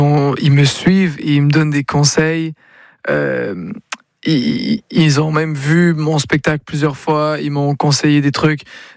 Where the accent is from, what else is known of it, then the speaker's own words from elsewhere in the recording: Quebec, Canada; Je suis un vrai Québécois. Moi, j'aime les gens du Québec et j'adore l'Europe.